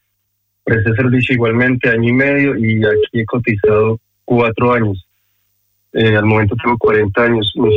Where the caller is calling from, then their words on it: Mondragón, Basque Country, Spain; desde Mondragón.